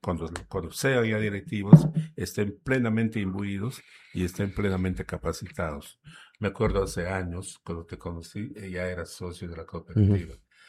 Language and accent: Spanish; Moyobamba, San Martín, Peru; Yo me acuerdo cuando era chico, Moyobamba, mi tierra, tenía unas construcciones muy bonitas.